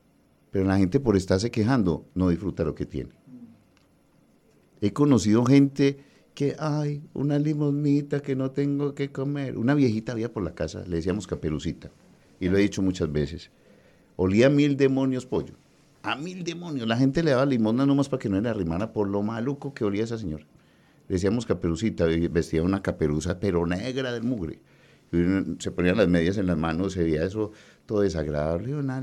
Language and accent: Spanish; Antioquia, Colombia; los antioqueños tenemos un corazón tan noble que nos gusta ayudar, nos gusta servir